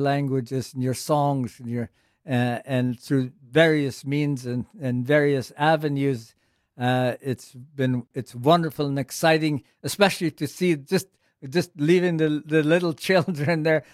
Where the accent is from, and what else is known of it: Canada